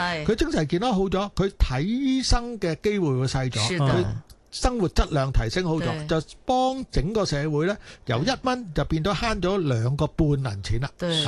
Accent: Guangdong, China; accent: Cantonese; 系啊，讲我哋广东话就比较土啲，系啊，燥底。

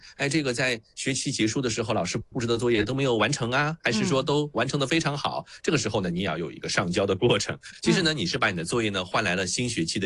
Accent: Shanghai, China; accent: Shanghainese; 所以我们上海话其实回呢就是喂。

